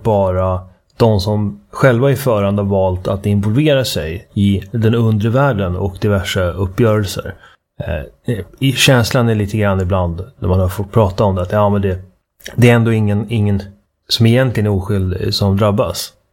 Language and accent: Swedish; Uppsala, Uppsala County, Sweden; Jag själv, när jag var ung, växte upp i Eriksberg, som är grannstadsdelen till Flogsta.